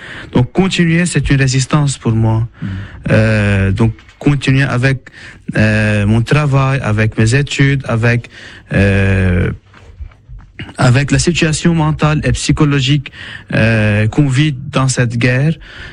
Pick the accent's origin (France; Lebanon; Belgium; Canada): Lebanon; avant d'être chrétien, avant d'être chiite, avant d'être sunna, avant tout, on est des Libanais. On est les jeunes du Liban.